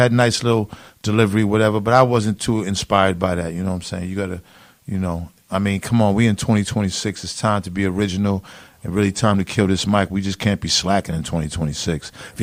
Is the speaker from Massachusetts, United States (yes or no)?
yes; Boston, Massachusetts, United States; also born or lived in New York; grew up in Boston, but I get shipped to New York.